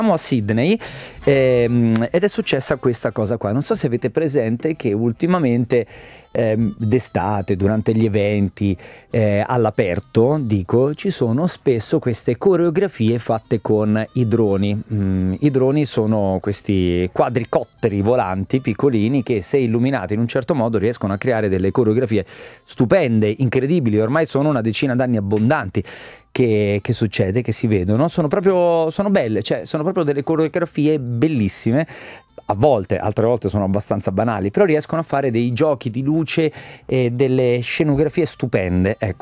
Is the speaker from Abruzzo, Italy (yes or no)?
no; Monte Porzio Catone, Lazio, Italy; Io vengo da un piccolo paesino della provincia di Roma, dei Castelli Romani, da Monte Porzio